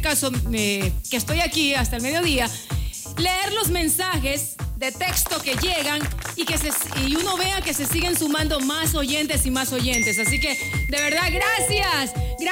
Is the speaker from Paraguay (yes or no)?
no; Guayaquil, Guayas, Ecuador; soy una guayaquileña trucha.